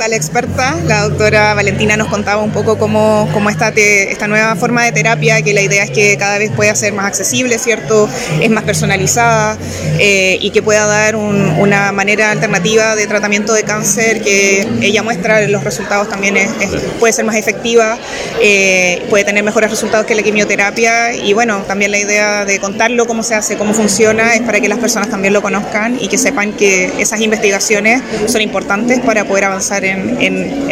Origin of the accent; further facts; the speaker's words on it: Biobío, Chile; Nosotros somos de la región del Biobío, no somos de Santiago.